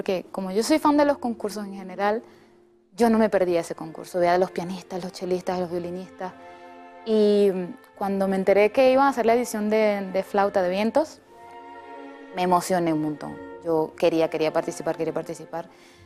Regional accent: Venezuela; yo soy venezolana

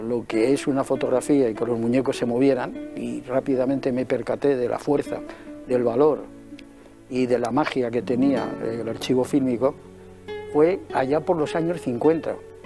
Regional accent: Madrid, Community of Madrid, Spain; nosotros vivíamos donde nací, muy cerca de Rosales, en el barrio de Argüelles, entre Rosales y la Plaza España, y en una calle que se llamaba Víctor Pradera de Soltera, ahora es Juan Álvarez Mendizábal.

